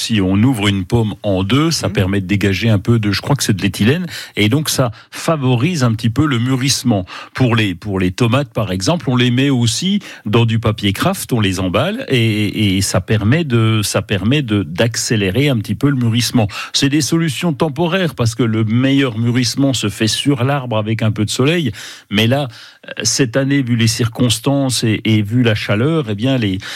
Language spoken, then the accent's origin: French; Bourgogne-Franche-Comté, France; chez nous, en Franche-Comté, ben évidemment, le froid arrive un peu plus vite.